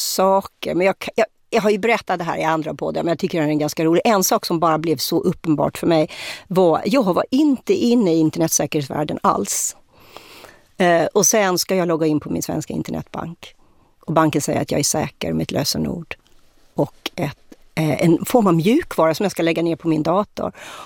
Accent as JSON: {"language": "Swedish", "country": "Sweden", "moved": "as an adult", "said": "jag kom ju då från Sverige"}